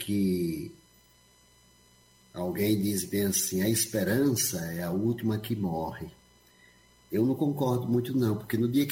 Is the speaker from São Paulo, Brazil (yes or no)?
no; Lagarto, Sergipe, Brazil; Eu sou lagartense, ali da uma cidade próxima, Aracaju, a capital.